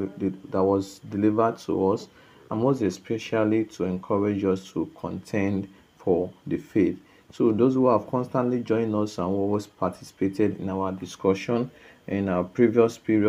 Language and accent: English; Okada, Edo, Nigeria; So once again … from Okada Town, Edo State, Nigeria.